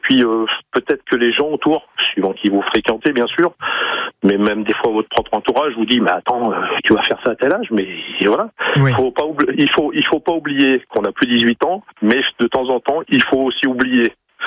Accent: Grenoble, Auvergne-Rhône-Alpes, France; moved away as an adult; now in Besançon, France; Alors maintenant, j'habite à Besançon, mais je suis un grenoblois, fidèle grenoblois. J'ai vécu des dizaines d'années à Grenoble.

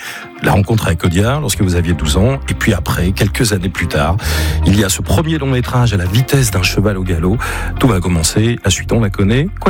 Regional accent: Vichy, Auvergne-Rhône-Alpes, France; born there; Je suis né à Vichy.

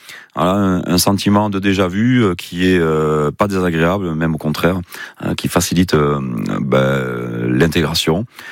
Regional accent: Bayonne, Nouvelle-Aquitaine, France; now in Laval, France; je suis bayonnais, je suis né à Bayonne

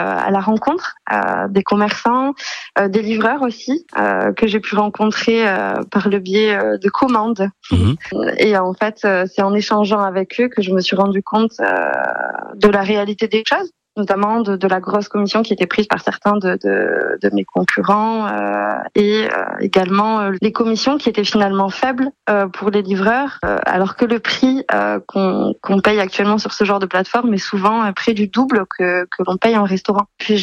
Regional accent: Pau, Nouvelle-Aquitaine, France; now in Mont-de-Marsan, France; moi, je vis sur Mont-de-Marsan. Je suis originaire de Pau, une paloise.

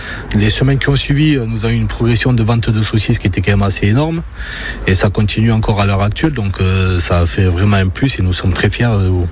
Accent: Occitanie, France; Ah bah, après, voilà, moi, je suis du Gers, donc voilà, graisse de canard.

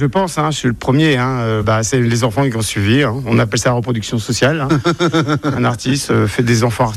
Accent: Centre-Val de Loire, France; now in Normandy, France; On n'est pas vraiment normands. Mes enfants sont normands parce qu'ils sont nés en Normandie, mais nous, on vient du Loir-et-Cher.

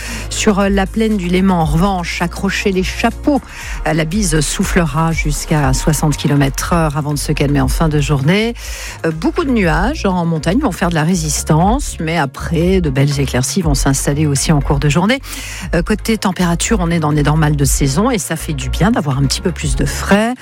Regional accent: France; surtout chez nous en France.

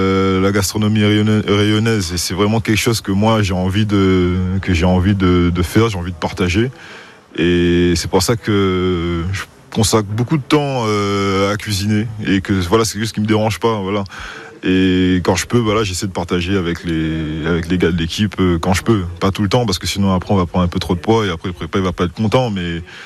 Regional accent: La Possession, Réunion, France; Moi, je suis rayonné, j'ai grandi à La Possession. C'est une ville qui se situe dans le nord-ouest, entre Saint-Denis et Saint-Paul.

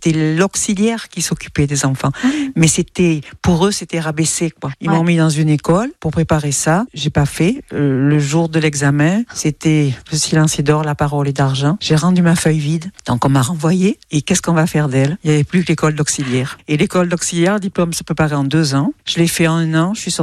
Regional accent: Bordeaux, Nouvelle-Aquitaine, France; now in Cambo-les-Bains, France; je viens de Bordeaux, j'ai 81 ans et je suis à Cambo.

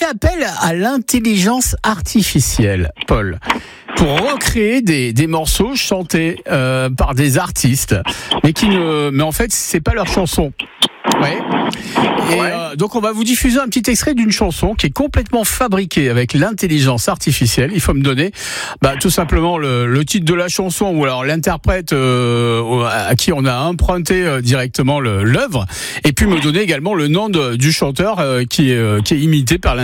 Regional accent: Southern France, France; now in Saint-Étienne, France; je suis un sudiste à la base

